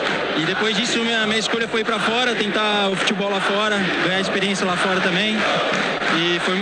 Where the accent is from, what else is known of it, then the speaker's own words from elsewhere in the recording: Brazil; moved away as an adult; fui embora do Brasil muito cedo, com meus 21, 22 anos